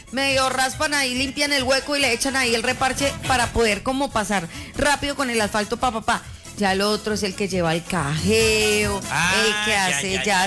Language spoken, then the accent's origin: Spanish; Colombia; Soy colombiana